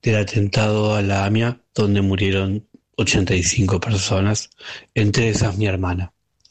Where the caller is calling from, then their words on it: Ramos Mejía, Buenos Aires Province, Argentina; de Ramos Mejía.